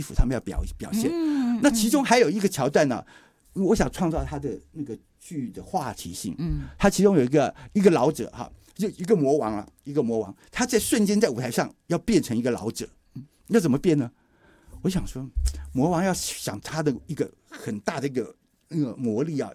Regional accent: Taiwan; 我们台湾这边

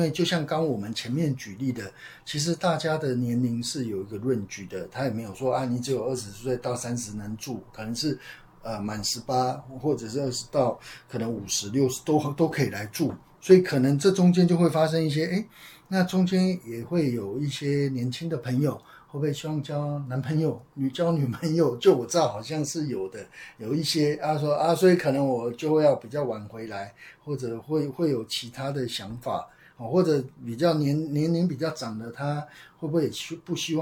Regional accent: Taiwan; 我们台湾这边

